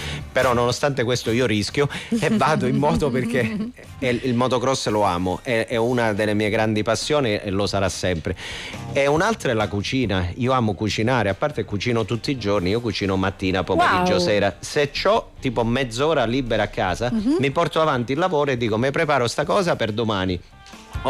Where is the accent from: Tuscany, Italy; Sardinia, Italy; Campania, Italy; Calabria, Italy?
Calabria, Italy; now in Rome, Italy; io, nonostante abiti, viva a Roma da 26 anni, credo, 27, sono molto molto legato alla mia terra, anche perché la mia famiglia sta giù. D'estate vado al mare in Calabria